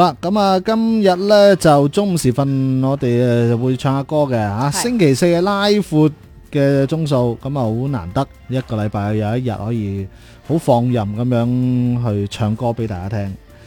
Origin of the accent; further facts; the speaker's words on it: Zhaoqing, Guangdong, China; 因为我乡下就喺嗰边